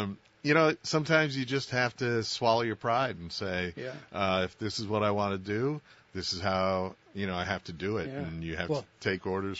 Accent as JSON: {"language": "English", "town": "Bethlehem", "region": "Pennsylvania", "country": "United States", "tie": "born or raised there", "said": "so I grew up in Bethlehem. The station was in Allentown."}